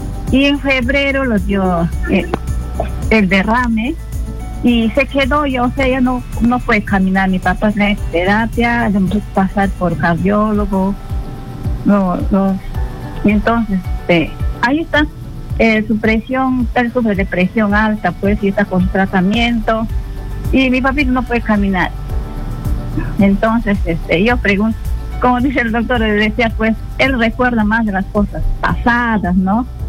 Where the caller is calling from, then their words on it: Yurimaguas, Loreto, Peru; Lo hablo de Yurimagua, el departamento de Loreto.